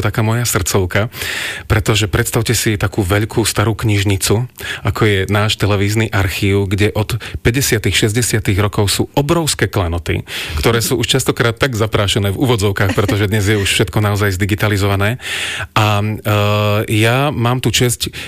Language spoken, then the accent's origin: Slovak; Bratislava, Bratislava Region, Slovakia; u nás v Bratislave